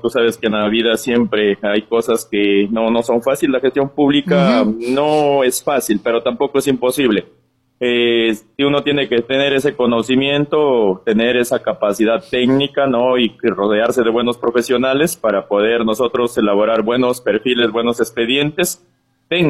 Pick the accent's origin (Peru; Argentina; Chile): Peru; Utcubamba, Amazonas; a mi pueblo de Ucubamba, porque como te digo, yo soy del Rejo